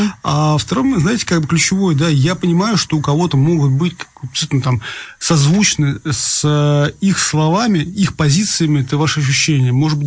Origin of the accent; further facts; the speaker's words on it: Russia; moved away; Я из России, я человек, который был в тюрьме